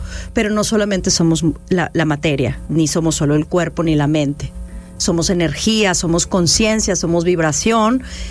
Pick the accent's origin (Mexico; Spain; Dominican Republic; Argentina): Mexico; Orizaba, Veracruz; now in Mexico City, Mexico; yo soy de Orizaba, Veracruz, nací en Orizaba, Veracruz, pero bueno, ya llevo muchos años viviendo en Ciudad de México